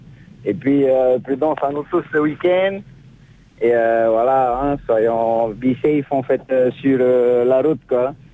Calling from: French Polynesia; on vient de Tahiti.

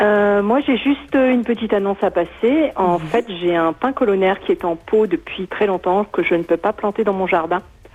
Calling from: Dumbéa, South Province, New Caledonia; Je suis sur Coutio.

